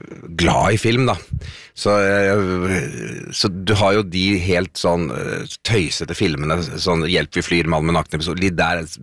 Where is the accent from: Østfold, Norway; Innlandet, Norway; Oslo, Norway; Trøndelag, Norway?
Oslo, Norway; Nei, jeg jo født og oppvokst I Oslo. Jeg en Ekeberg-gutt.